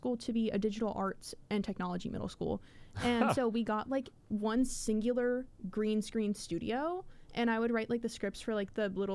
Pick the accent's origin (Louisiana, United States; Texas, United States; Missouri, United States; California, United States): Texas, United States; Grand Prairie; I come from a like very Mexican little town, and it's slowly over the years not become so little.